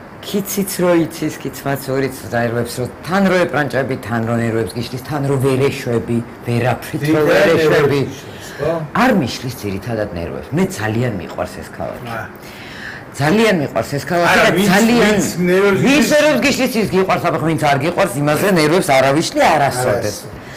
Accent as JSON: {"language": "Georgian", "region": "Tbilisi", "country": "Georgia", "tie": "born there", "said": "ძალიან გამიმართლა რომ დავიბადე ამ ქალაქში"}